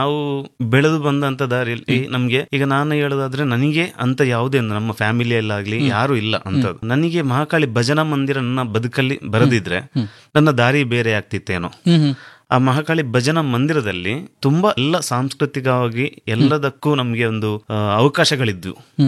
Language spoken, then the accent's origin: Kannada; Thuminad, Karnataka, India; ನಮ್ಮೂರು ತುಮಿನಾಡು.